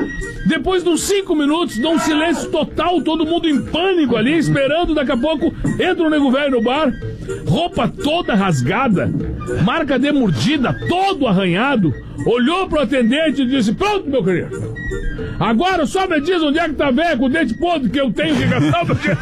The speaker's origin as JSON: {"language": "Portuguese", "town": "Torres", "region": "Rio Grande do Sul", "country": "Brazil", "lives_now": "Porto Alegre, Brazil"}